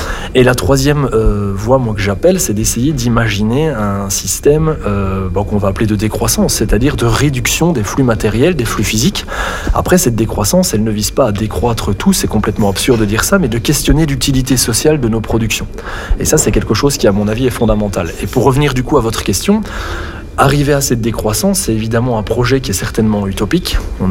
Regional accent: Belgium; moi je suis belge

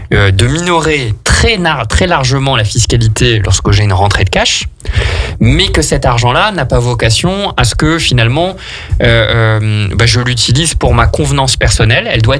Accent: Grenoble, Auvergne-Rhône-Alpes, France; Et tu sais, Jean, que je suis grenoblois.

